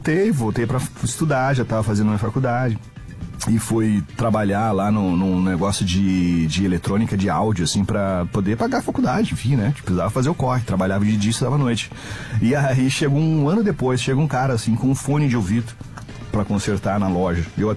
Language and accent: Portuguese; Carazinho, Rio Grande do Sul, Brazil; lá na minha cidade, em Carazinho.